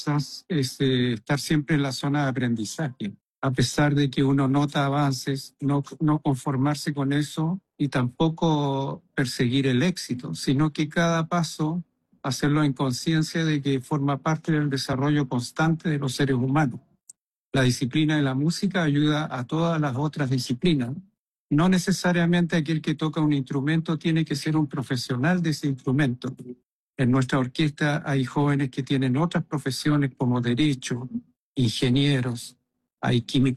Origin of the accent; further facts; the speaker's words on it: La Serena, Coquimbo, Chile; nosotros somos de La Serena, de un sector poblacional estigmatizado porque había muchos jóvenes con consumo de drogas.